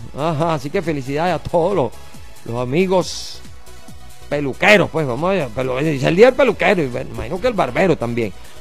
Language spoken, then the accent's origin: Spanish; Caracas, Capital District, Venezuela; esa es mi parroquia, La Candelaria. Yo me crié ahí en La Candelaria. Sí, vale, allá hay mucho español, mucha colonia española, italiana. Es un sitio muy así, muy a lo español.